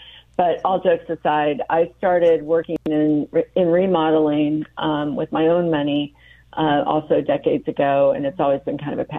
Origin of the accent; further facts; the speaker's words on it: Petersburg, Illinois, United States; now in Springfield, United States; I grew up in Petersburg.